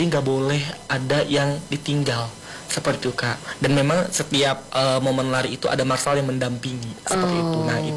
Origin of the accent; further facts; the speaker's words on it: Bandung, West Java, Indonesia; moved away as an adult; now in Jayapura, Indonesia; Saya dari Bandung.